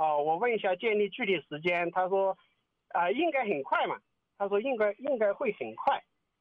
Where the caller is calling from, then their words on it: Shaoyang, Hunan, China; 我是湖南省邵阳市邵阳县，九宫桥镇东义村的村民。